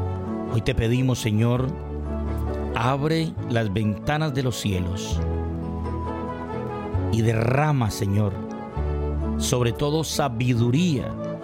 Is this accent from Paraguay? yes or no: no; Colombia; Y eso es lo que debemos de pedir nosotros como colombianos.